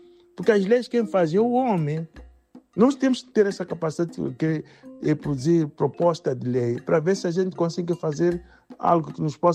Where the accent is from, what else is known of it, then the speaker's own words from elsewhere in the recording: Mozambique; Bem, como moçambicano também, para dizer que o sangue de moçambicanos, corre sempre nas minhas veias. E uma das coisas que eu tenho sempre é procurar explorar os ritmos moçambicanos